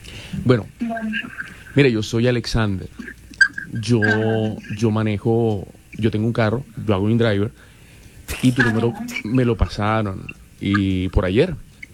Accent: Barranquilla, Atlántico, Colombia; Yo soy de aquí de Barranquilla.

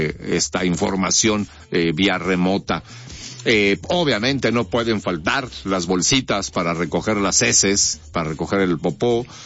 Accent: Mexico; nos caracteriza como mexicanos

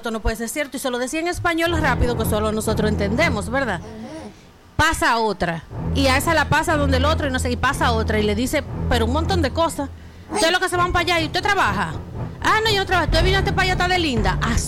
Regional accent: Dominican Republic

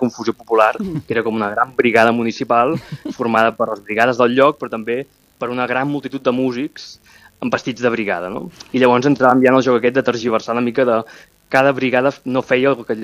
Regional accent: Mataró, Catalonia, Spain; i jo que sóc de Mataró i hem amat pirotècnia des de ben petit

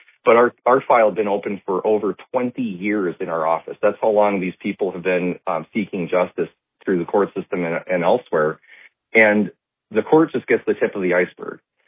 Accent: Watford City, North Dakota, United States; also born or lived in Virginia / Bismarck; So I was born in Watford City, 1982. I now have a 2-mile commute here in my hometown where I go past the site of the hospital where I was born, the house we lived

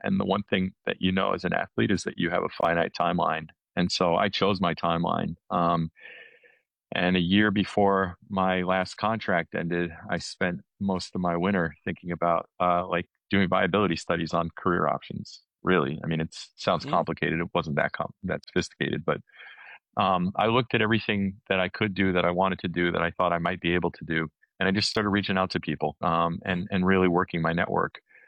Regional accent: New York City, New York, United States; I grew up in New York City, and which seems really counterintuitive when it comes to the my chosen career path

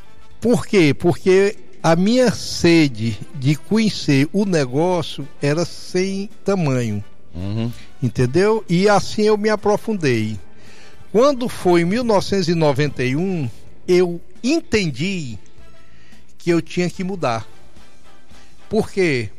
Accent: Fortaleza, Ceará, Brazil; born there; also born or lived in João Pessoa; Eu sou cearense, nascido em Fortaleza, descendente de paraibanos e cajazeiras, na Paraíba, tá certo? Meu pai é baiano, apesar de ser filho de cajazeirense também.

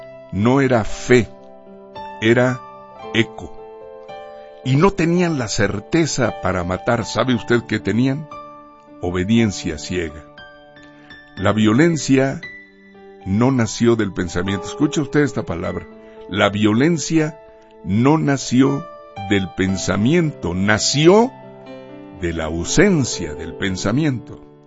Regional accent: Mexico; estamos pagando en México

